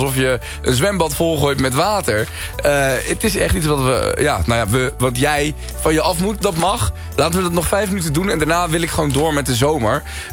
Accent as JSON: {"language": "Dutch", "country": "Colombia", "moved": "yes", "lives_now": "Netherlands", "said": "Ik kom uit Colombia. Ik hou van temperaturen die boven de 25 graden zijn."}